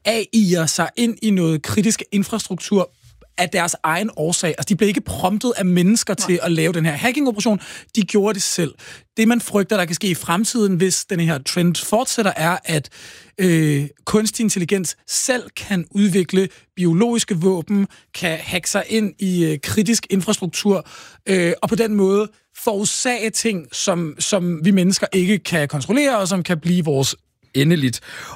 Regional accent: Stockholm, Stockholm County, Sweden; Jeg er vokset op i Stockholm.

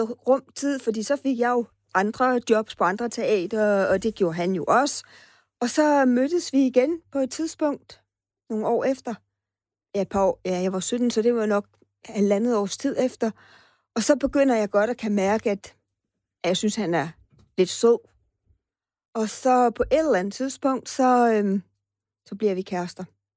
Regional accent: Fredericia, Region of Southern Denmark, Denmark; Jamen, jeg kommer fra Fredericia, og jeg bor herovre alene og sådan noget.

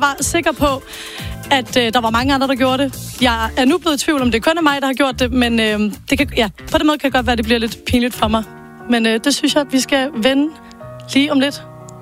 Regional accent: Region of Southern Denmark, Denmark; Jeg var fra Sydjylland.

